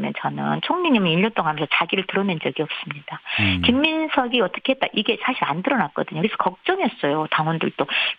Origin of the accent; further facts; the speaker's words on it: Mokpo, South Jeolla, South Korea; 저는 목포 사람이고